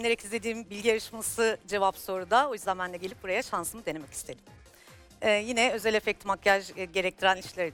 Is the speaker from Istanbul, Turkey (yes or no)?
no; Niğde, Turkey; born there; moved away; also born or lived in New York; 1985, Niğde Ulukuş'ta doğumluyum.